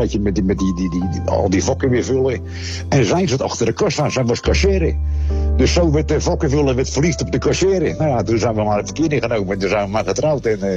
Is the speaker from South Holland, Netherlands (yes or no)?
yes; Rotterdam, South Holland, Netherlands; born there; Geboren in Rotterdam. Het eind van het jaar word ik al 70 alweer.